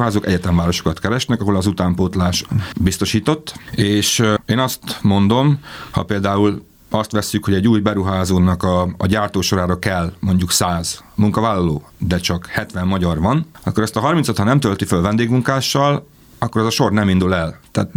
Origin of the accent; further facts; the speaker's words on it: Békés, Hungary; Én Békés megyei vagyok